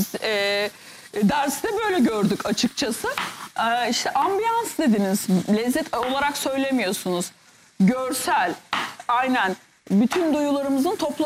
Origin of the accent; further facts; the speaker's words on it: Istanbul, Turkey; doğma büyüme bir İstanbullu olarak tabii ki Türkçemize çok dikkat ediyoruz